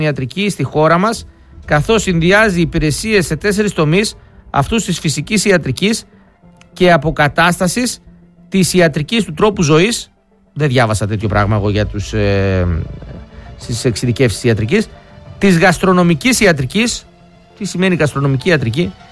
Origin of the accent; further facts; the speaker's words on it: Northern Greece, Greece; Δεν ξέρω κιόλας … είμαι από το Βορρά.